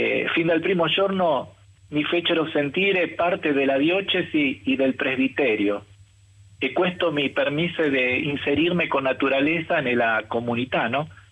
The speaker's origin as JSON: {"language": "Italian", "country": "Argentina", "second_language": "Italian", "moved": "as an adult", "lives_now": "Rome, Italy", "said": "Tre anni sarà quest'anno che sto in Italia, a Roma. Sono argentino, ma tutti i miei nonni sono italiani, discendenza di italiani."}